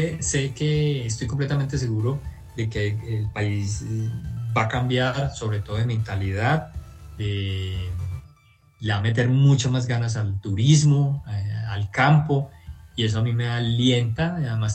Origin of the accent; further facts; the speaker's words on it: Colombia; por eso todavía soy el colombiano que más lo ha corrido en moto